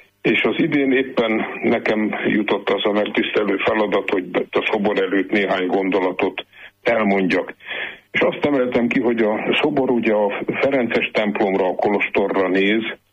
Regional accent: Kunszentmárton, Jász-Nagykun-Szolnok, Hungary; eljött az én szülővárosomba, Kunszentmártonba egy tudományos tanácskozásra

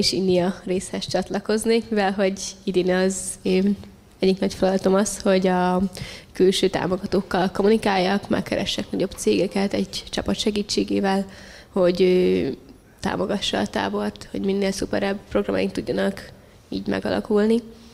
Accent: Esztergom, Komárom-Esztergom, Hungary; mert én Esztergomból való vagyok.

